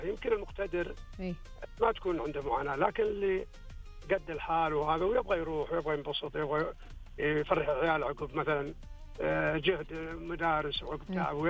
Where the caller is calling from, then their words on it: Khobar, Eastern Province, Saudi Arabia; أنا من الخبر.